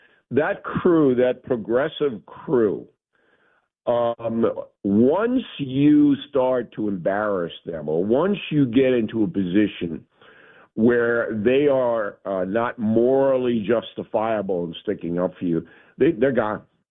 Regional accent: Levittown, New York, United States; my father was born in Brooklyn. I was raised in Levittown.

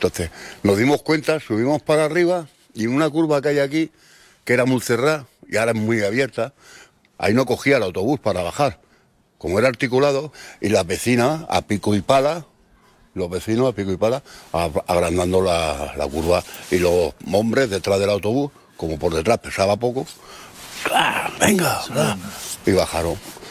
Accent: Granada, Andalusia, Spain; born there; Yo vine de Granada, me trajeron de Granada. Y yo me he criado aquí.

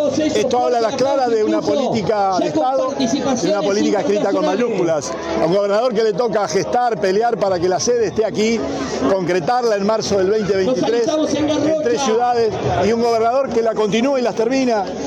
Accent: Santa Fe, Argentina; nos distingue como santafesinos

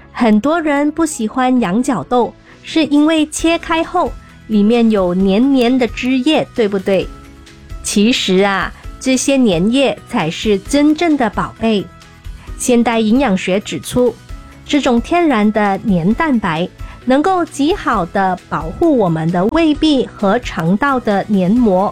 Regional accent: Malaysia; 我们大马人

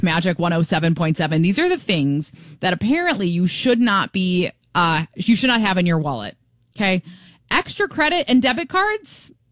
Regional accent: Michigan, United States; moved away; I am from Michigan, where Canada is right next door.

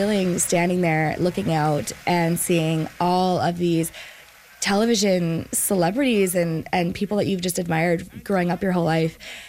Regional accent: Winnipeg, Manitoba, Canada; I am from Winnipeg, Manitoba

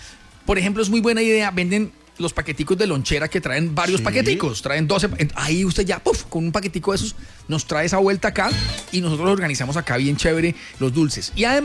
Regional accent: Tolima, Colombia; en mi departamento, el Tolima, de donde yo soy

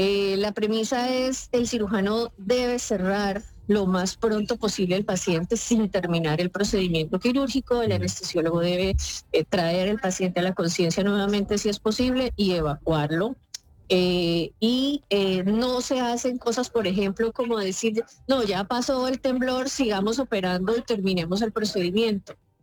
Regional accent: Colombia; Mi padre era húngaro, pero sí. Yo soy colombiana.

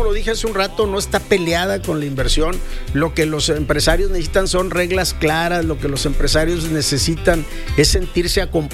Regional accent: northern Mexico, Mexico

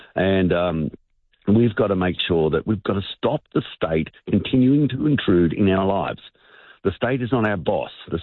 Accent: Australia; how I live as an Australian, a big part. There are so many people who this is part of their recreational pursuit. I live on the country.

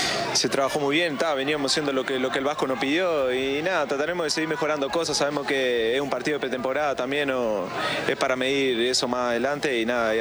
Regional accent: Uruguay; la verdad que soy uruguayo, pero lo festejé

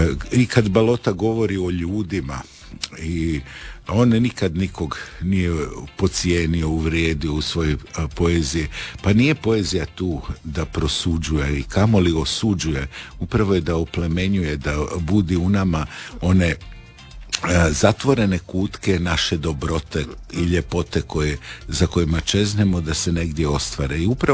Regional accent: Krnica, Istria County, Croatia; Ja sam iz Krnice.

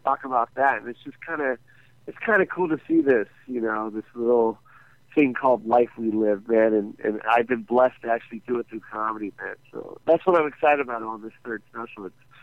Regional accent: Las Vegas, Nevada, United States; moved away; And that's my hometown, too

